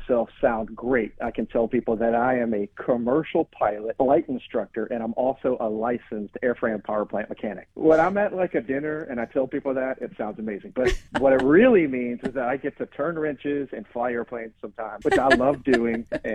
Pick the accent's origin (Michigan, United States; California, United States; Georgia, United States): Georgia, United States; I'm originally from Northeast Georgia, and that's where we raised our family.